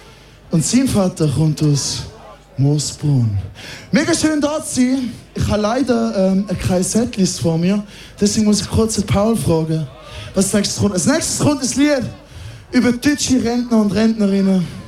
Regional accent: Rhine Valley, Vorarlberg, Austria; Wir kommen aus dem Rheintal gebürtig. Mein Vater kommt von Wiel. Sein Vater kommt aus dem Hattlerdorf. Und sein Vater kommt aus Moosbrunn.

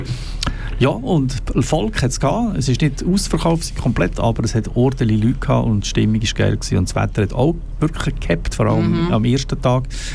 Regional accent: Switzerland; die haben letztes Jahr schon bei uns in der Schweiz im Komplex schon vorgelegt.

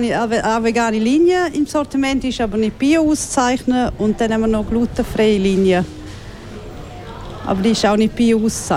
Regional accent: Graubünden, Switzerland; bin gebürtige Münstertalerin. Ich bin dort geboren und aufgewachsen

